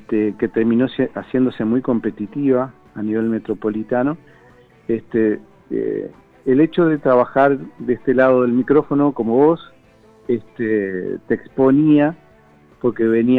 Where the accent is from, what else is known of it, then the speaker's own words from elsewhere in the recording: Uruguay; y después van enterando que sos uruguayo, te dicen en principio que no es lo mismo, menos mal, uruguayo, porque ellos no quieren los argentinos, pero yo tengo la percepción de que la resistencia es un poco hacia nosotros también